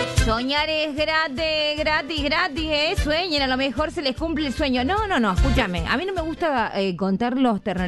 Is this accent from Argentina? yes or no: yes; Córdoba, Argentina; soy cordobés